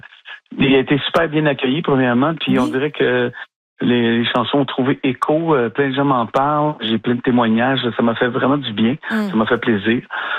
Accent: Lac des Piles, Quebec, Canada; J'ai passé toute ma vie au lac des Piles. Tu sais, je veux dire, on escaladait le rocher de grand-mère quand j'étais petit.

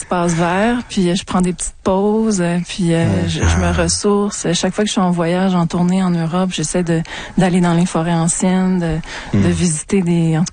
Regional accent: Montreal, Quebec, Canada; moi, je suis une Montréalaise, donc je suis née ici.

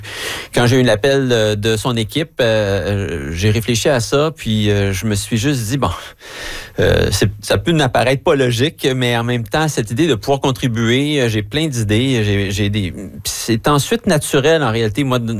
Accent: Quebec, Canada; Puis moi, je suis un fier Québécois

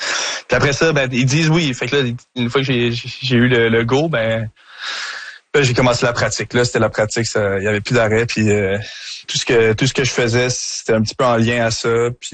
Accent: Montreal, Quebec, Canada; je suis Montréalais dans l'âme

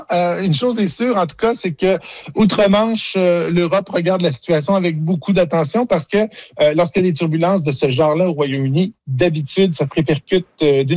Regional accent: Canada; now in United Kingdom; chez nous au Canada

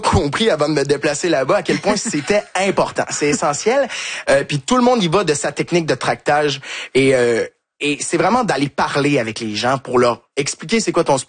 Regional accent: Quebec, Canada; Et du fait qu'on est québécois aussi, ça aide. On est dans le sud de la France, c'est un accent qu'ils sont pas habitués d'entendre.

